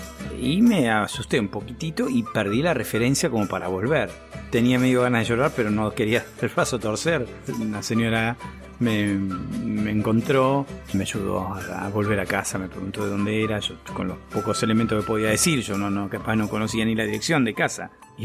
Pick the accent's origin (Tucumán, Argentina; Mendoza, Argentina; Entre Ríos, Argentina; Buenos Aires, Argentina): Buenos Aires, Argentina; yo soy del Parque Chas.